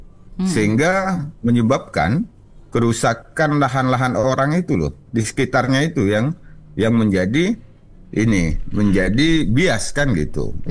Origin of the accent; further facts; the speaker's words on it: Pontianak, West Kalimantan, Indonesia; saya juga kelahiran Pontianak ya, besar di Pontianak juga.